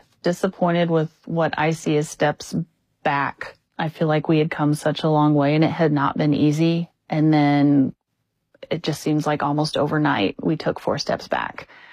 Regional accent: Urbana, Illinois, United States; born or raised there; now in Monticello, United States

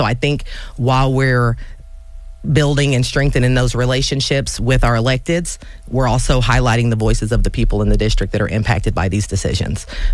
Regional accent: Danville, United States; I'm born and raised in Danville, so I was new to this community.

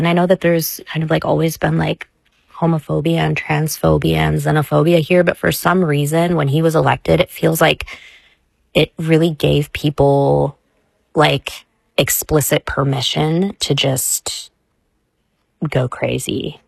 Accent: United States

